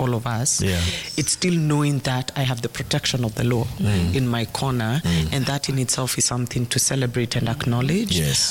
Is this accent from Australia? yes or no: no; Kenya; I as a Kenyan